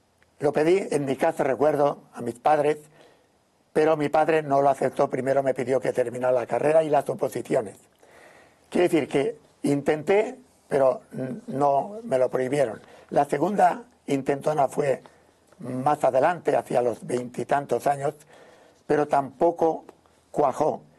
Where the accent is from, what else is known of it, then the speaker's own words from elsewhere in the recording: Algemesí, Valencian Community, Spain; born there; now in Valencia, Spain; Nací en 1945. Tengo ahora 74 años. En un pueblo al sur de Valencia capital, a unos 30 kilómetros, llamado Algemesí